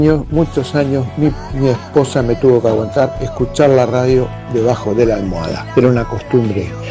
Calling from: Mar del Plata, Buenos Aires Province, Argentina; de Mar del Plata

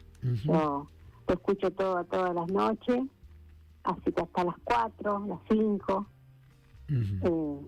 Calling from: Chivilcoy, Buenos Aires Province, Argentina; de Chivilcoy.

